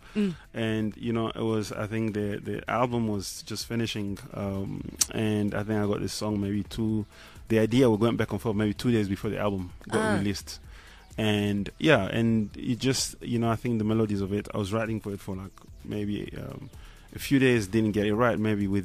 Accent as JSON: {"language": "English", "town": "Goma", "region": "North Kivu", "country": "DR Congo", "tie": "born or raised there"}